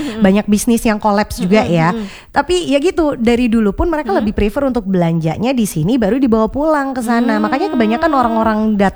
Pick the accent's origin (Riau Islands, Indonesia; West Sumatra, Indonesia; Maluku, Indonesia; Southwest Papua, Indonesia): Riau Islands, Indonesia; Batam; aku sebagai warga Batam